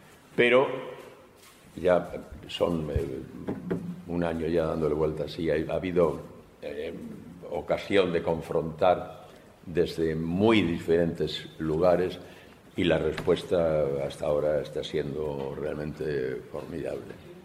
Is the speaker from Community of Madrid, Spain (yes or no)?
yes; Chinchón, Community of Madrid, Spain; su bisabuela era de Valdelaguna, que es un pueblo cercano del mío, yo soy de Chinchón